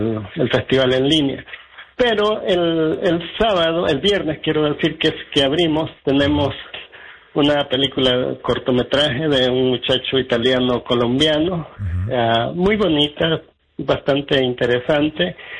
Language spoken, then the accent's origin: Spanish; Mexico; Yo siempre digo que como mexicano